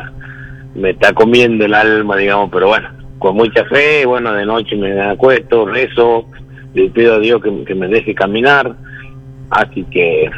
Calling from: Embarcación, Salta, Argentina

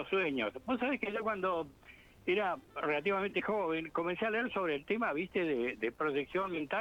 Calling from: Bahía Blanca, Buenos Aires Province, Argentina; de Bahía Blanca.

